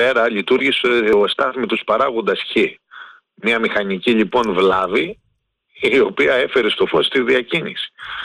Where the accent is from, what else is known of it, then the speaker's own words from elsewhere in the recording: Greece; έχουμε μάθει σαν Έλληνες να μιλάμε για εκατομμύρια και για δισεκατομμύρια.